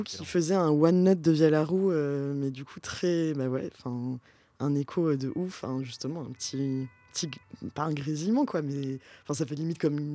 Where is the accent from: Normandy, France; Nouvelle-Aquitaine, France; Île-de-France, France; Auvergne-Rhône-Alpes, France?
Nouvelle-Aquitaine, France; Pau